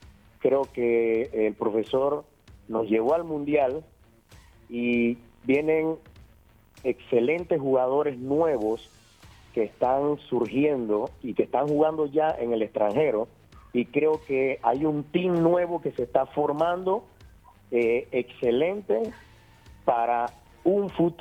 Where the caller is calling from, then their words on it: Panama